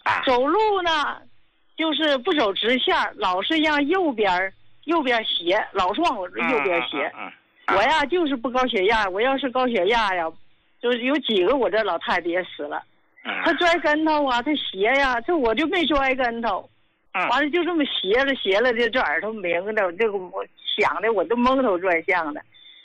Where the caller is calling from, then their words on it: Qinhuangdao, Hebei, China; 我是哪的人？我是秦皇岛的。我今年呢83岁了